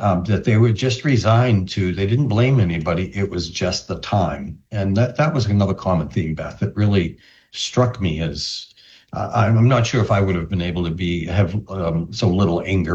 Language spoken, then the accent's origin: English; the North, United States; now in Central Florida, United States; I'm from the North.